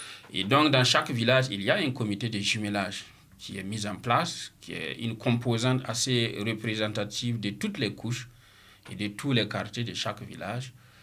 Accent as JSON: {"language": "French", "country": "Burkina Faso", "said": "je suis du Burkina"}